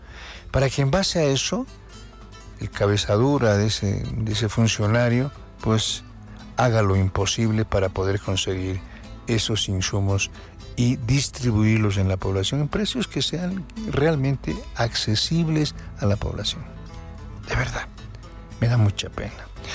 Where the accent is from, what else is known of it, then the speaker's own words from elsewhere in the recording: La Paz, Bolivia; No, yo soy boliviano, soy paseño y vivo aquí en un barrio. Por tanto, conozco las necesidades de la gente que es igual que yo, que viene de un barrio popular.